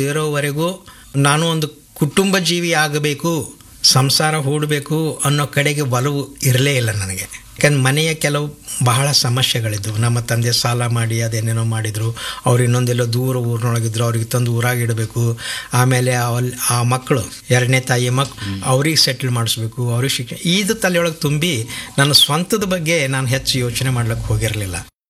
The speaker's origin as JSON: {"language": "Kannada", "region": "Karnataka", "country": "India", "tie": "born or raised there", "said": "ರಾಸೂರು, ನನ್ನ ಊರು."}